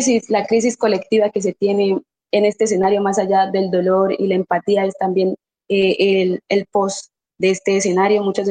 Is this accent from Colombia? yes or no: yes; Colombia; siento que como humanos, como colombianos, no teníamos las herramientas suficientes para prepararnos para una situación como esta